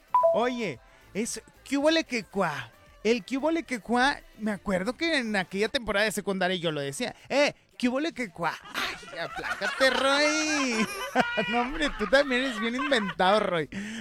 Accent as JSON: {"language": "Spanish", "town": "Monterrey", "region": "Nuevo León", "country": "Mexico", "said": "así somos los regiomontanos. Somos bien inventados."}